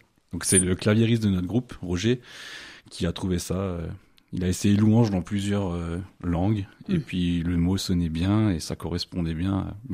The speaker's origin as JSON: {"language": "French", "region": "Grand Est", "country": "France", "tie": "born or raised there", "said": "donc je suis originaire du Pays de Beach. J'ai 37 ans."}